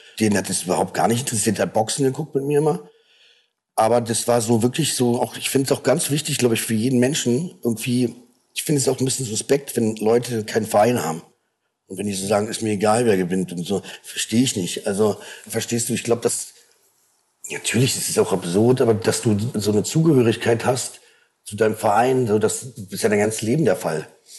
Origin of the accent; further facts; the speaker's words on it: Berlin, Germany; Für mich als Berliner natürlich auch nicht so einfach.